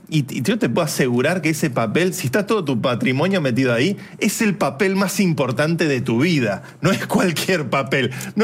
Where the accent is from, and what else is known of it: Argentina